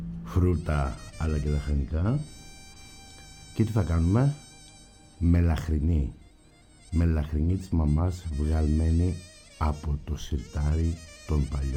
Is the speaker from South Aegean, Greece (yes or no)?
no; Thessaly, Greece; moved away; είμαι στα μέρη μου εδώ στη Θεσσαλία